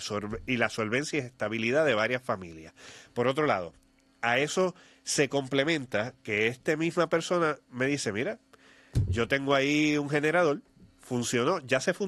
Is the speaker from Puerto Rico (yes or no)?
yes; Puerto Rico